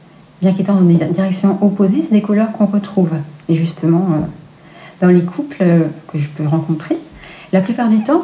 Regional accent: Brest, Brittany, France; also born or lived in Paris region; Donc en fait, j'étais originaire de Brest. Donc ça, c'était toujours dans mes racines. Et quand on a voulu repartir de la région parisienne, on voulait revenir en Bretagne

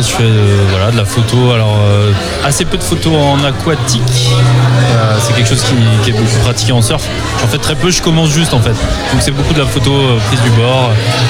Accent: Brittany, France; je suis originaire des Côtes d'Armor, la baie de Saint-Brieuc, voilà, le littoral Nord-Bretagne qui est très peu connu pour le surf

